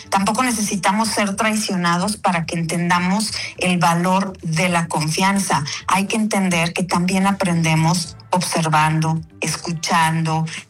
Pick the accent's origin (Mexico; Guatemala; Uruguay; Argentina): Mexico; sigamos asociando como cultura, como mexicanos